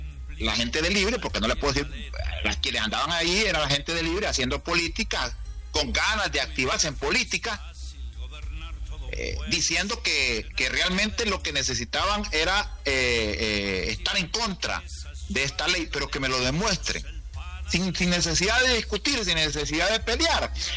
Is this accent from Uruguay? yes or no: no; Honduras; yo estoy claro como hondureño